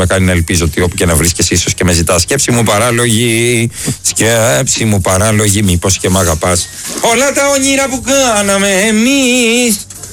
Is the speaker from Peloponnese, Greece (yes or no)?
no; Peristeri, Attica, Greece; μεγαλώσαμε μαζί στο Περιστέρι.